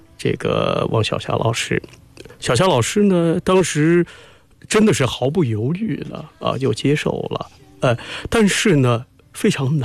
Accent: Nanjing, Jiangsu, China; 甚至我在想第五届、第六届、等等，是不是有机会都能够在我的家乡啊？因为南京是世界文学之都，对吧？

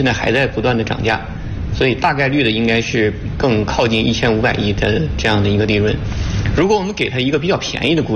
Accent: China; 长鑫这次上市呢，是让我们中国人的在科技上又补了一块短板啊

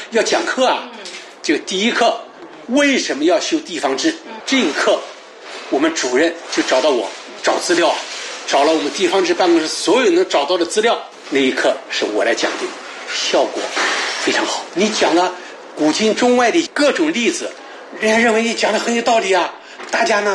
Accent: Xi'an, Shaanxi, China; born there; moved away as an adult; also born or lived in Anhui; now in Wuhu, China; 就在那里生活了，小学中学都在陕西省西安市，我的高中那个学校叫陕西省西安中学

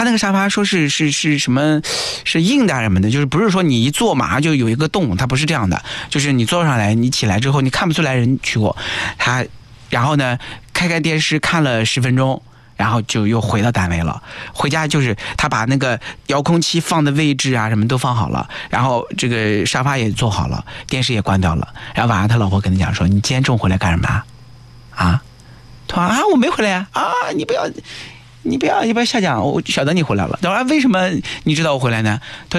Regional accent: Nanjing, Jiangsu, China; 老是刷到我们南京人的生活，

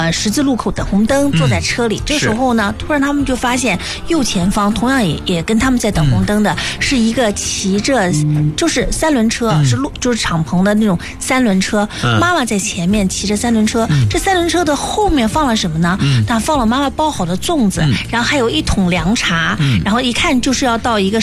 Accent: China; 我们中国人

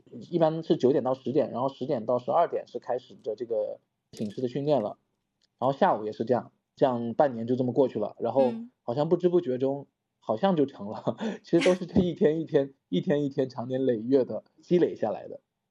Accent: Hainan, China; born there; now in Guangzhou, China; 因为我家是海南的，小时候也会看到过

